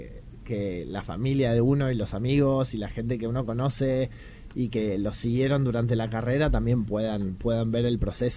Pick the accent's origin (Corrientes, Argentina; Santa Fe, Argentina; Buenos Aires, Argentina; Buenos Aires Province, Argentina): Santa Fe, Argentina; San Jerónimo Norte; moved away; Bueno, en mi caso hay autos que vienen de mi pueblo. Yo soy de San Jerónimo Norte, un pueblo en Santa Fe.